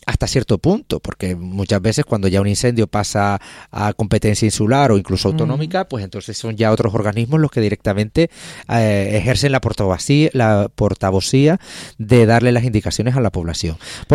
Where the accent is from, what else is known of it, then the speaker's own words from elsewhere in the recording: Canary Islands, Spain; Yo, como español y canario